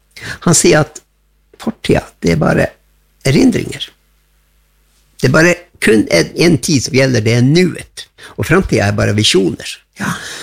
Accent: Gratangen, Troms, Norway; Swedish is a second language; jag är en enkel same från Grattangen i Troms

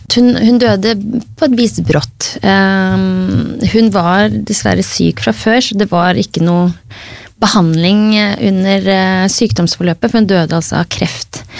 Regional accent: Oslo, Norway; jeg vokste opp i Oslo, og de begge nordlendinger.

